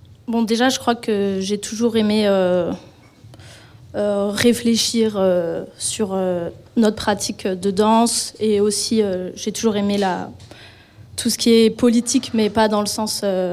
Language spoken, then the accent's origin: French; Dijon, Bourgogne-Franche-Comté, France; also born or lived in Lyon; now in Bordeaux, France; je viens de Dijon